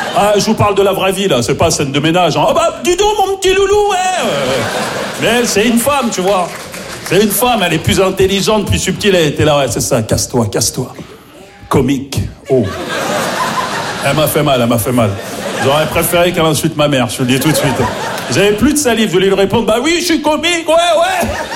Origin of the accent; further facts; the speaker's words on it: Maisons-Alfort, Île-de-France, France; j'ai grandi à Maisons-Alphand, en plus, tu vois, dans le 9-4